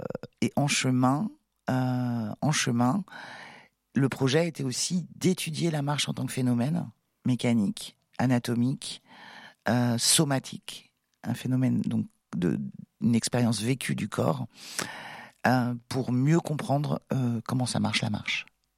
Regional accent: Saint-Joachim, Pays de la Loire, France; moved away as an adult; also born or lived in Saint-Herblain, Nantes; now in Ardèche, France; j'ai grandi à Nantes, Saint-Herblain, puis je suis partie en Brière, près de Saint-Nazaire. J'y suis resté jusqu'à mes 18 ans. Ensuite, j'ai bourlingué. Bref, à 33 ans, j'ai emménagé en Ardèche où j'ai poursuivi ma vie d'adulte.

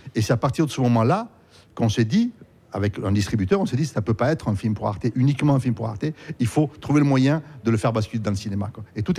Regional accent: France; Non, mais moi, je suis français.

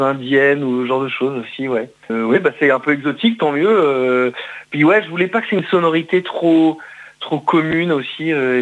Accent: Rennes, Brittany, France; Je suis bien de Rennes.

